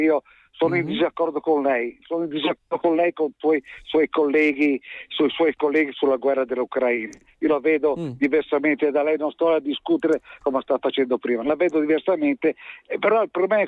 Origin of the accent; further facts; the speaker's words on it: Milan, Lombardy, Italy; born there; io sono nato vicino a Via Solferino e prendevo 3 giornali, sono sempre stato comunista e sono comunista tuttora, ho 80 anni